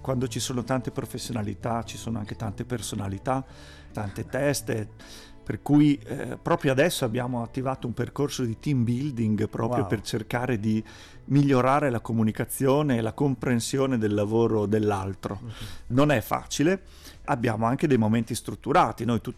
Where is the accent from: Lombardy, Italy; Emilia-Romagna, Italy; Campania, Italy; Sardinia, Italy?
Emilia-Romagna, Italy; Bologna; io sono un bolognese